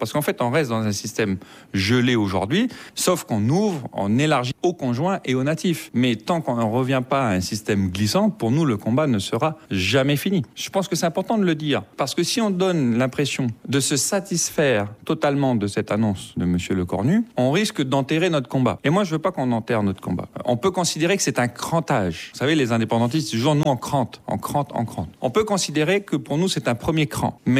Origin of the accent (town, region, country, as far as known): New Caledonia